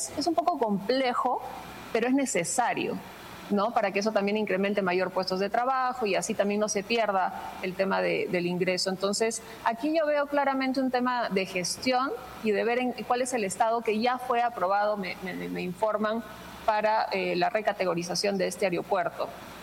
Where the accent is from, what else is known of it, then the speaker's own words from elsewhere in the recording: Arequipa, Peru; now in Lima, Peru; Yo soy arequipeña de nacimiento y he estudiado también aquí